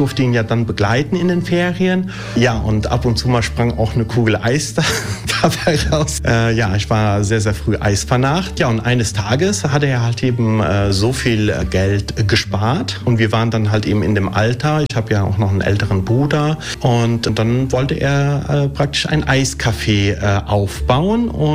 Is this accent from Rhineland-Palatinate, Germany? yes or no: yes; Rhineland-Palatinate, Germany; also born or lived in Campania, Italy; now in Füssen, Germany; Also ich komme aus Kampanien, in der Nähe von Neapel. Da ist meine Ursprungsheimat, aber ich bin im Westerwald aufgewachsen. Deswegen habe ich keinen allgäuischen Dialekt oder Slang.